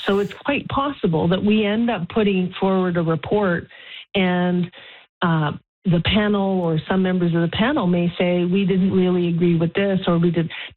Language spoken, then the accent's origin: English; Canada; I'm proudly Canadian